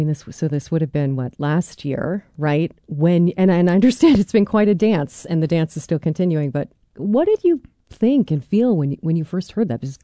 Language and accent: English; North Hero, Vermont, United States; And shout out to a fellow Islander. I grew up in North Hero.